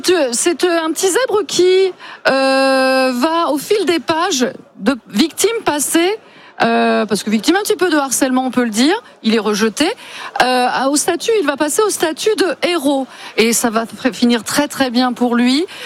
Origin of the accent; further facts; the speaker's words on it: Hauts-de-France, France; Moi, je suis de l'Oise. Voilà, je suis professeur des écoles dans l'Oise.